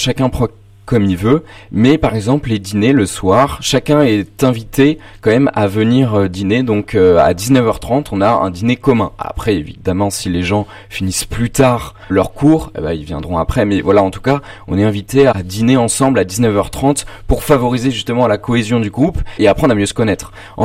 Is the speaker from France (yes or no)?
yes; Poissy, Île-de-France, France; moved away as an adult; now in Reims, France; Alors moi, j'ai grandi à Poissy, donc dans les Yvelines. J'ai fait une licence en design à Paris. Et pour mon master, je suis venu à Reims, donc toujours en design. Donc je suis à l'ESA de l'école d'art et de design, qui est rue Libergier.